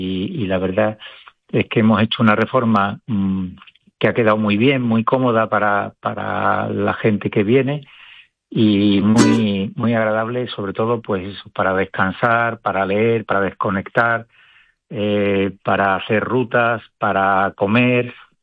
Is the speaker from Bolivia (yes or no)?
no; Seville, Andalusia, Spain; moved away as an adult; now in Cantabria, Spain; por mi acento me delata, yo he vivido siempre en Sevilla, pero nací aquí en Cantabria.